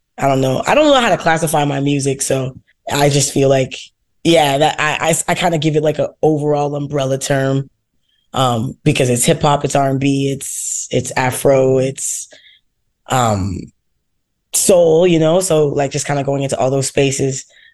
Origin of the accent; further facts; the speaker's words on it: Toronto, Ontario, Canada; I'm an artist from Toronto, Canada.